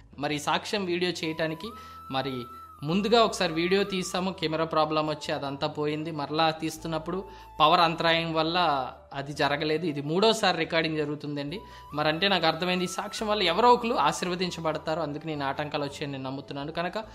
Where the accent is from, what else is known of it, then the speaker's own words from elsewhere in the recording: Hyderabad, Telangana, India; నేను యూకేజీ నుంచి 7th class వరకు నేను హైదరాబాద్లోనే చదువుకున్నానండి. దానివల్ల ఏమైందంటే నాకు తెలుగు సరిగ్గా రాదు.